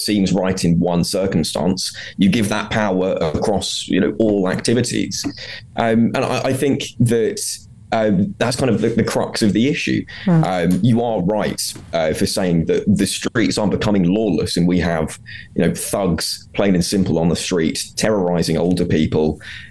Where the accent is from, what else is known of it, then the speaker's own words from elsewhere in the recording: Basildon, East of England, United Kingdom; My hometown, where my parents still live in Basildon, the shops are dead